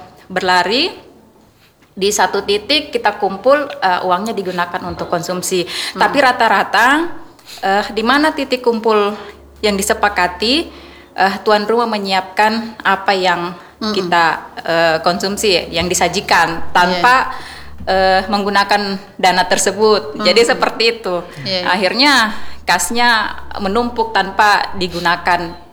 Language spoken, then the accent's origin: Indonesian; Central Sulawesi, Indonesia; saya asli Pantai Barat.